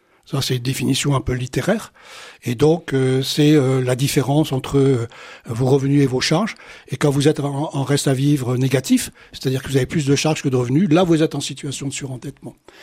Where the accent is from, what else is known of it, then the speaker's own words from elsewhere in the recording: Brittany, France; moved away as an adult; also born or lived in Île-de-France; now in Touraine, France; moi, je suis breton d'origine. Ça fait 23 ans que j'habite en Touraine. C'est la vie professionnelle qui m'a amené à bouger.